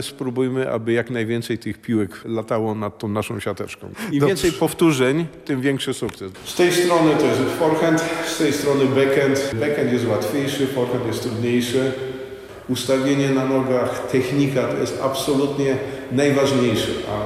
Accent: Kraków, Lesser Poland, Poland; Nie ukrywam, bo jestem z Krakowa, że ja to chciałem zrobić w Krakowie

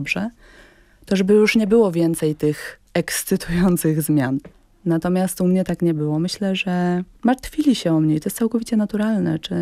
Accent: Silesian Voivodeship, Poland; moved away as an adult; now in Warsaw, Poland; mieszkam pod Częstochową

